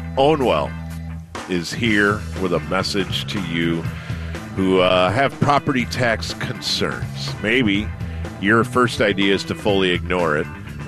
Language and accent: English; United States; I'm not a foreigner. I'm an American and a proud one.